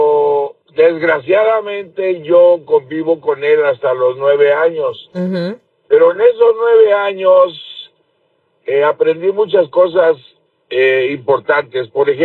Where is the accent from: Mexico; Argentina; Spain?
Mexico; Pachuca, Hidalgo; ahí en Pachuca, mi tierra